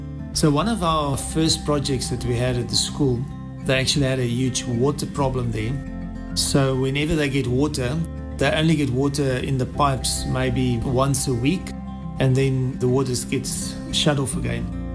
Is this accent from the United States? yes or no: no; South Africa; Good day. … I'm from South Africa.